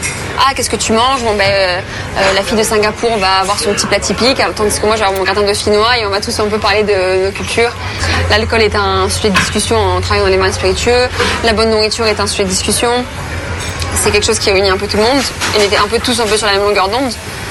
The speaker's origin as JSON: {"language": "French", "country": "France", "moved": "as an adult", "lives_now": "Australia", "said": "Le fait que je sois française"}